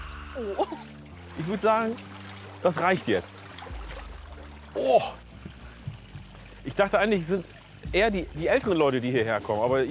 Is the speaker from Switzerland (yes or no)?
no; Oromia, Ethiopia; now in Germany; Das Gute ist, meine Heimat in Ostafrika, Oromia, liegt in 4000 Meter Höhe.